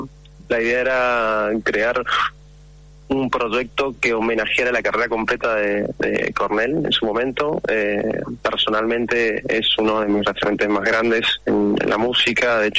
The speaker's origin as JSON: {"language": "Spanish", "region": "Mendoza", "country": "Argentina", "said": "La banda somos todos de Mendoza."}